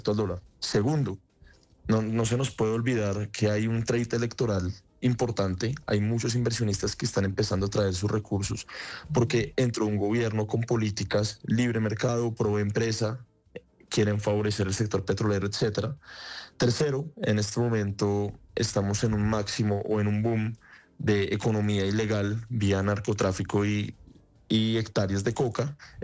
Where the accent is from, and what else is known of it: Colombia